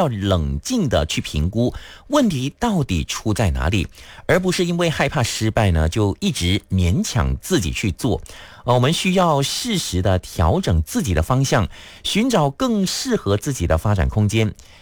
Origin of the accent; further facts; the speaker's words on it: Guangdong, China; accent: Cantonese; 我们广东话说拉准摇啊